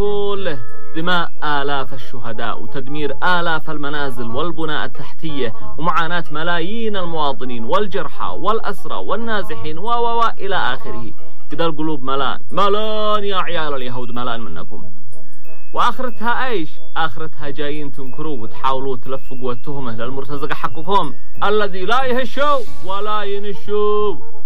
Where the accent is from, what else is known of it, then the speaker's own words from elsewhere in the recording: Yemen; بلادنا اليمن